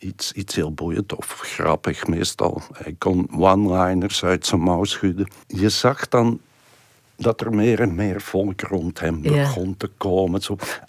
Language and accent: Dutch; Turnhout, Flemish Region, Belgium; Ik was 12 jaar en bij ons thuis in Turnhout kwam er elk jaar een kermis in de straat.